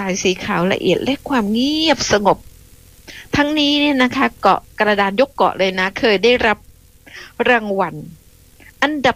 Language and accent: Thai; Phuket, Thailand